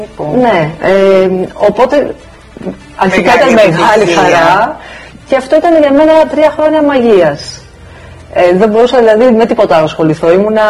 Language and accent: Greek; Kavala, Eastern Macedonia and Thrace, Greece; moved away as an adult; Είμαι από την Καβάλα, οπότε μεγαλώνοντας και εγώ σε μια επαρχία δεν υπήρχε τότε σχολή χορού